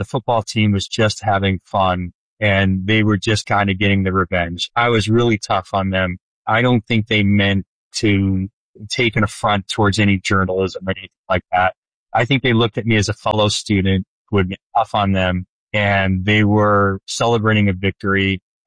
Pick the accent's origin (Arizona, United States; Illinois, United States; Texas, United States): Illinois, United States; Chicago; moved away; I have a very close set of friends that I've known since basically I was born in the Chicago area, and I had to move away from them